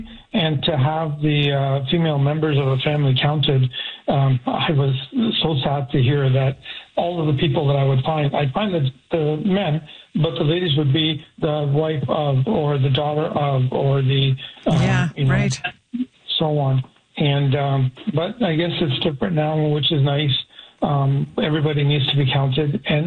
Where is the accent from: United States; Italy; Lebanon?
Lebanon; moved away; Like, for example, I'm from Lebanon, but I've lived here for 62 years.